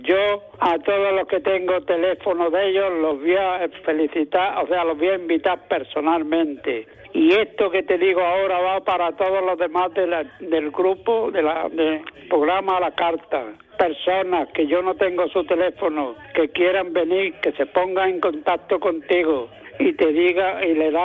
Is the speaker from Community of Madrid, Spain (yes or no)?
no; Almuñécar, Andalusia, Spain; de Almuñécar, gerente de la Peña El Aguacate.